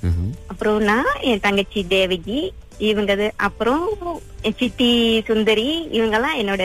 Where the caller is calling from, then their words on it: Taiping, Perak, Malaysia; நான் டைப்பிங் பேராலேருந்து பேசுறேன்.